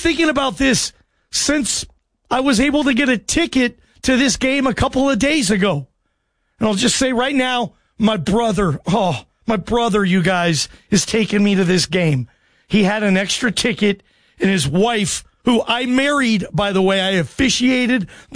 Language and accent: English; Seattle, Washington, United States; Guys, I'm from Seattle.